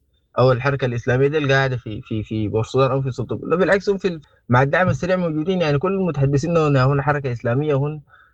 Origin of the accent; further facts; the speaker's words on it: Sudan; اي حوار نحن كسودانيين ممكن يحل لنا مشكلتنا،